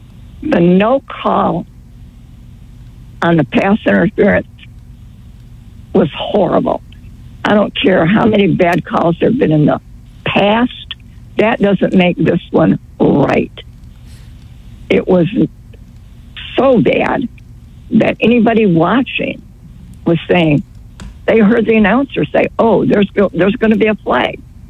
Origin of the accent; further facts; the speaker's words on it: Florida, United States; also born or lived in Michigan; now, I'm from Florida. Prior to that, Michigan.